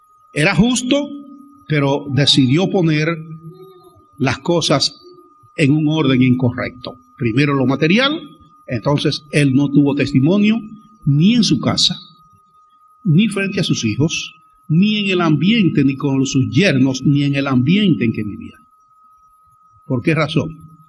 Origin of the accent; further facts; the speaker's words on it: Dominican Republic; moved away; Yo recuerdo una misionera allá en mi país